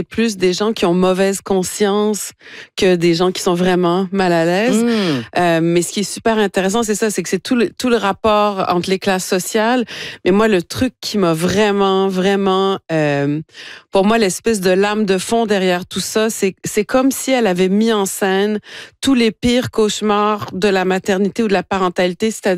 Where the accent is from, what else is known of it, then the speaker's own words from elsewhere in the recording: Saguenay, Quebec, Canada; moi, je suis une Québécoise de souk ou un bleuet tunisien, comme vous préférez, mais je suis née au Saguenay, à Chicoutimi, j'ai grandi ici, je parle, ben, comme elle, on y reviendra, mais comme elle, je parle pas l'arabe.